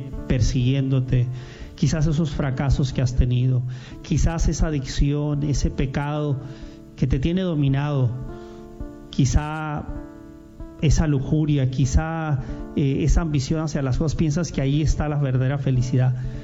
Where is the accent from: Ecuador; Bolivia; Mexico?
Mexico; Tijuana, Baja California; soy de Tijuana.